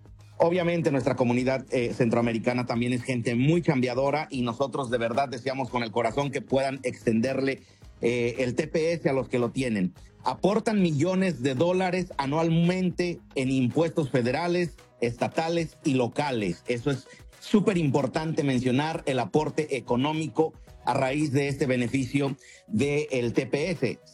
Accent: Mexico

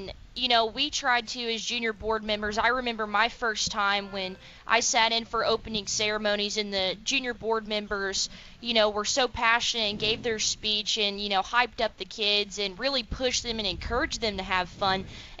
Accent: Hempstead, Texas, United States; I'm originally from Hempstead, Texas, so that's kind of towards the southeast region.

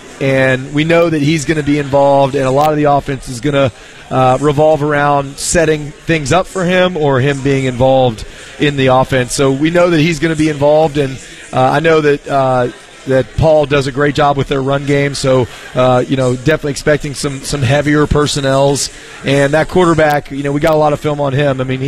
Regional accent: West Virginia, United States; we're both from West Virginia

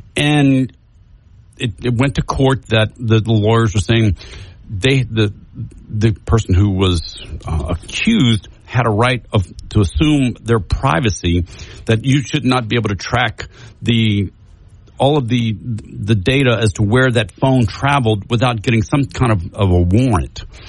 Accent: Louisiana, United States; they're building the boats in Franklin, Louisiana, just 20 minutes away from where I grew up.

